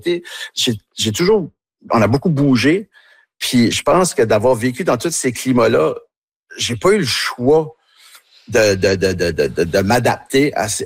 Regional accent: New Brunswick, Canada; accent: Tracadie

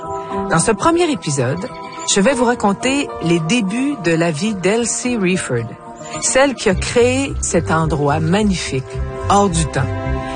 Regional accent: Saint-Octave-de-Métis, Quebec, Canada; born there; Moi, je suis une petite fille du bout. Oui, je suis née à Saint-Octave-de-Métis, à 5 km de ces jardins fabuleux que nous allons visiter.

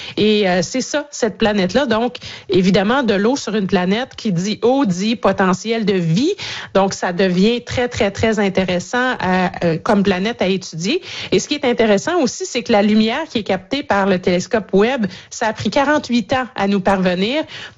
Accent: Canada; Chez nous, au Canada

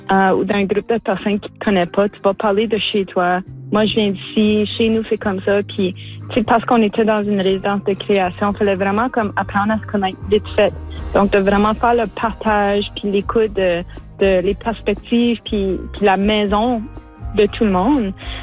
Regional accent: Ontario, Canada; Moi, je viens du nord de l'Ontario, mais on a quand même beaucoup en commun, la façon qu'on a grandi, notre connexion au territoire.

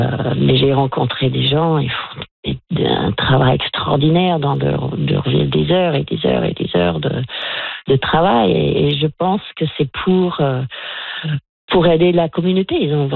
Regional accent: Nova Scotia, Canada; born there

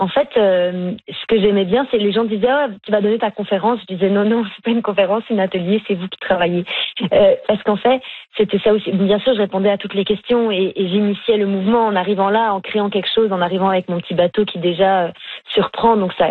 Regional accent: Montreal, Quebec, Canada; J'ai grandi au Québec et puis et à Montréal en fait

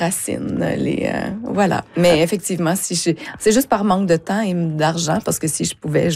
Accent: Quebec, Canada; Et moi, je suis une Québécoise pure laine, mais on a fait l'arbre généalogique il y a plusieurs années. Et moi, mon ancêtre vient de Poitou.

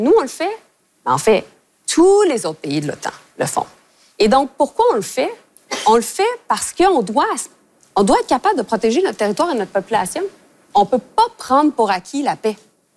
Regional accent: Montreal, Quebec, Canada; Bien, moi, je suis montréalaise, là.

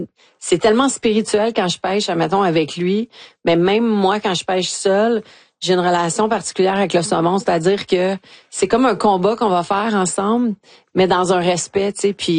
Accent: Bonaventure, Quebec, Canada; Puis j'ai été élevée une bonne partie de mon enfance à Bonaventure

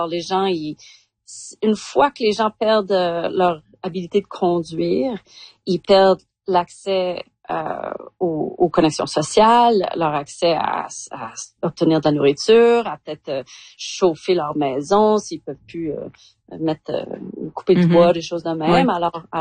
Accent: Calgary, Alberta, Canada

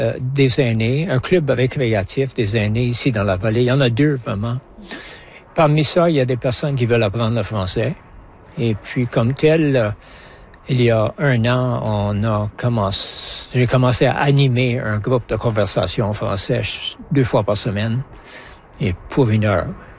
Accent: Mariapolis, Manitoba, Canada; C'était Mariapolis au Manitoba. C'est dans la région de la montagne, au sud-ouest de Winnipeg.

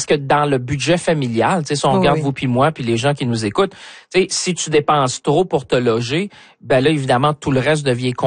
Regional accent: Shawinigan, Quebec, Canada; moi je viens de Shawinigan

